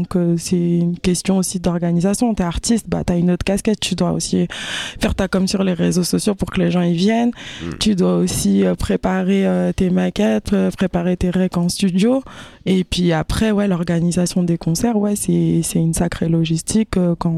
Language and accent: French; New Caledonia